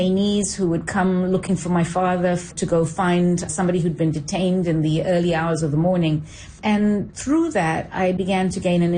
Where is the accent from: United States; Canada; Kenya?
Kenya; I grew up in Kenya at a time when there was a dictatorship that resulted in people being disappeared, torture, repression, silencing of critics.